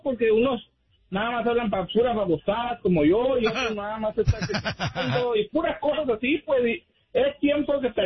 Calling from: Tucson, Arizona, United States; de Tucson

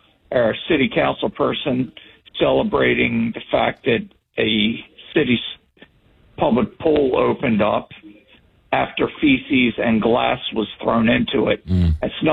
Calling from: Baltimore, Maryland, United States; in the Patterson Park area where I live

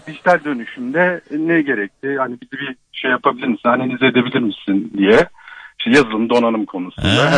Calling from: Ankara, Turkey; Ankara'dan.

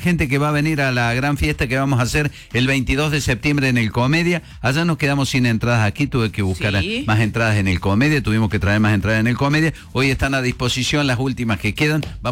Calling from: Córdoba, Argentina; Buenos días … de Barrio General Paz en toda la noche y en este momento no tenemos luz.

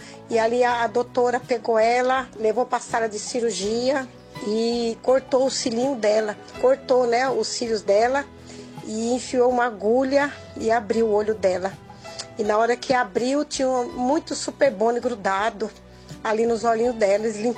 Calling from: São Paulo, Brazil; de São Miguel Paulista.

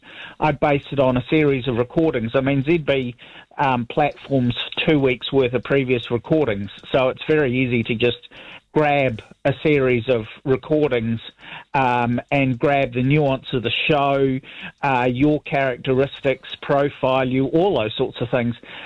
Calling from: Christchurch, Canterbury, New Zealand; Christchurch.

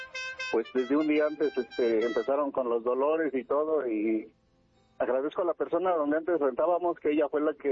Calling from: Nezahualcóyotl, State of Mexico, Mexico; Aquí, de Ciudad Neza.

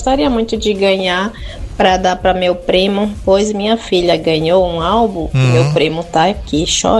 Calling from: Brazil; do Bairro Novo Horizonte.

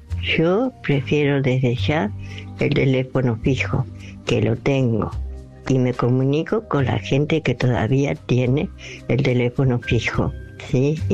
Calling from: Buenos Aires, Argentina; del barrio de Belgrano.

